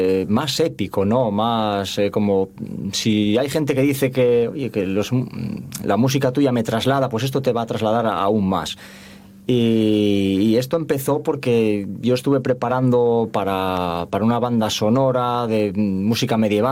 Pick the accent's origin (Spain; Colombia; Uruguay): Spain; Carreño, Asturias; now in Avilés, Spain; Yo llevo muchos años afincado en Áviles, pero realmente soy de Carreño